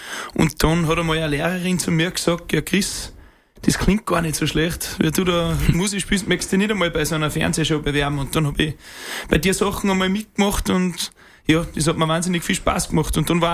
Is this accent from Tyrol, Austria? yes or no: no; St. Martin am Tennengebirge, Salzburg, Austria; Ja, ich bin aus St. Martin am Tinnengebirge, ist in Pongau. Ja, und wir sind schon stolz auf unsere Heimat.